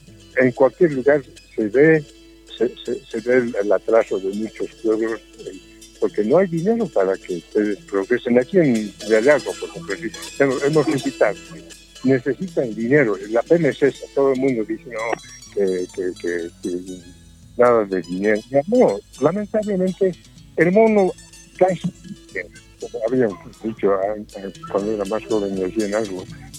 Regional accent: Cochabamba, Bolivia; Nosotros venimos, estamos visitando, yo vengo de Cochabamba, ya viene de La Paz.

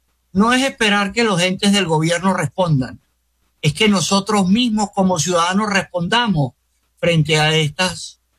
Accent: Venezuela; Lo primero que debemos entender como venezolanos es que justamente vivimos en un país sísmico.

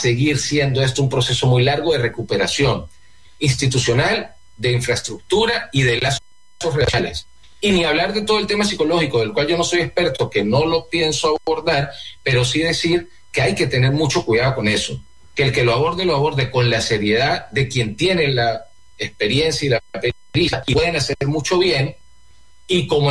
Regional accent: Venezuela; que como venezolanos tenemos por la falta de institucionalidad en la que hemos vivido

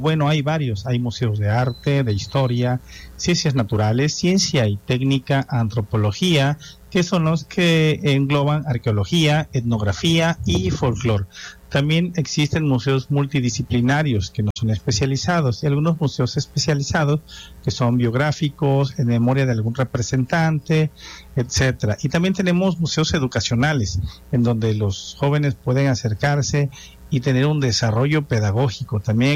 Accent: Mexico; Es algo de lo que podemos estar orgullosos como mexicanos y mexicanas.

